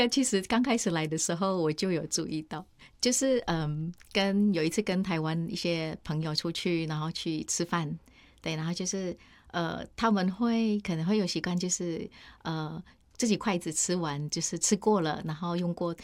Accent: Indonesia; Chinese is a second language; now in Taiwan; 因为我们印尼人就是很重口味，然后很喜欢吃辣，基本上所有每一餐都几乎需要辣椒或辣椒酱来搭配

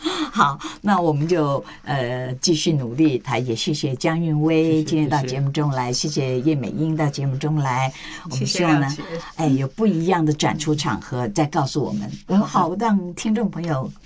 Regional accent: Taiwan; 是，就不能像我们台湾人说啊，边行边看啦

